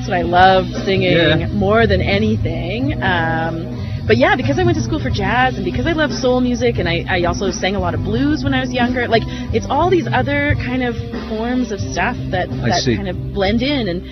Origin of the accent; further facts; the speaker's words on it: Winnipeg, Manitoba, Canada; Long ago I did, I know. I showed up, I moved here from Winnipeg to go to school.